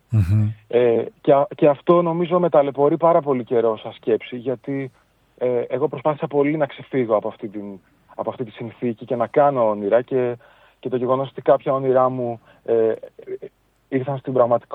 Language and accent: Greek; Athens, Attica, Greece; ως Αθηναίος και ως έχοντας ζήσει όλη μου τη ζωή σε αυτή τη δύσκολη πόλη